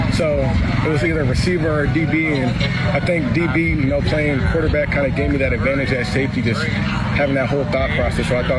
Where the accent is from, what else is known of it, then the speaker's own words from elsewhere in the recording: Virginia, United States; You know, I'm from Virginia, so being, what, like 2,000 miles away from home, it was just a whole learning process, completely different.